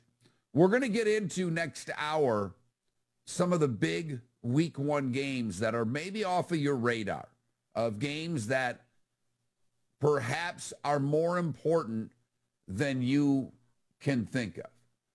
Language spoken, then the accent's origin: English; Michigan, United States; now in the South, United States; I grew up not even really caring about pro football. That has a lot to do with the fact that I'm from Michigan and they have a team called the Detroit Lions. But then I moved to the South.